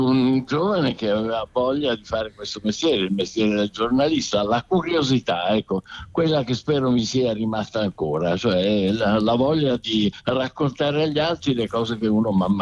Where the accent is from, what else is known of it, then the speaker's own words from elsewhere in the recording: Catania, Sicily, Italy; Io sono catanese